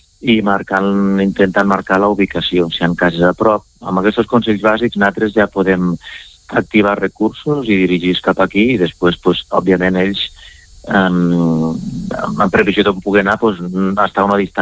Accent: Catalonia, Spain; la zona d'on jo soc, que soc el Pallars

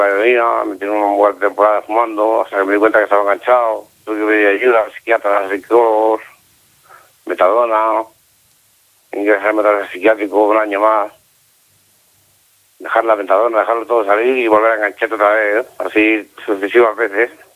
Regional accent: Lleida, Catalonia, Spain; Un año que yo con una chica aquí, yo soy de Lleida

